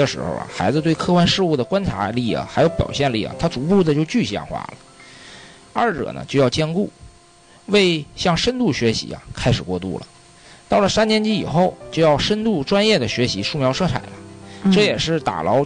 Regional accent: Yingkou, Liaoning, China; 我的家乡有大海，有鲅鱼公主，有望儿山

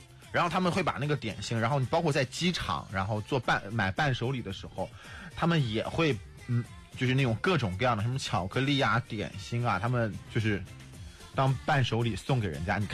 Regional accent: China; 我们中国人

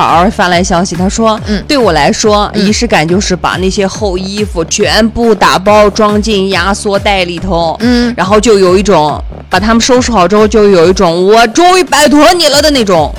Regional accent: Xinjiang, China; 我们新疆人

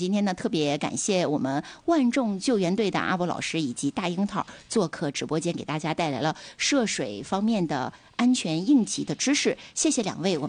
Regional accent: Dalian, Liaoning, China; 尤其是我们大连人。

